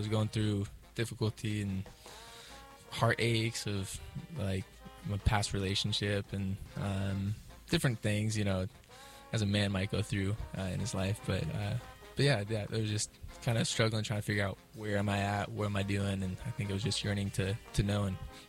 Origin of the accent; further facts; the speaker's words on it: Las Vegas, Nevada, United States; also born or lived in Clarksville, Tennessee; I'm originally from Las Vegas, Nevada. I grew up in Vegas and also in Clarksville, Tennessee.